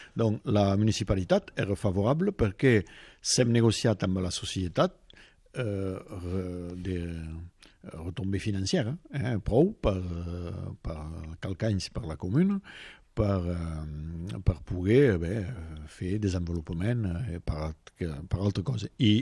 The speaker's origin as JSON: {"language": "Catalan", "town": "Fourques", "region": "Occitania", "country": "France", "said": "jo em vaig regalar a Forques, és el meu poble."}